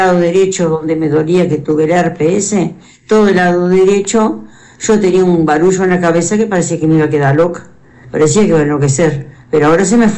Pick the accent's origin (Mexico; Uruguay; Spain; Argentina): Uruguay; Tacuarembó; Soy de acá de Tacuarembó, sí.